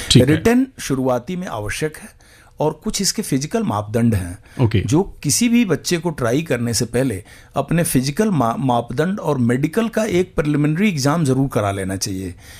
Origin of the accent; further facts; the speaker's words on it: Gorakhpur district, Uttar Pradesh, India; मैं एक बड़े मुश्किल इलाके में पैदा हुआ था, चोरी चूरा तहसील, गोरखपुर डिस्ट्रिक्ट।